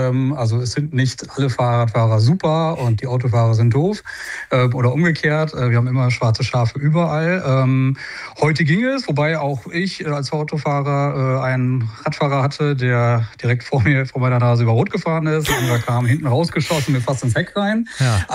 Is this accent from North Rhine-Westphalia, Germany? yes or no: yes; Münster, North Rhine-Westphalia, Germany; ich bin gebürtiger Münsteraner.